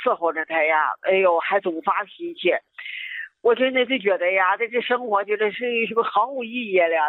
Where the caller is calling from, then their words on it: Baoding, Hebei, China; 哎，我是河北保定这儿的呀。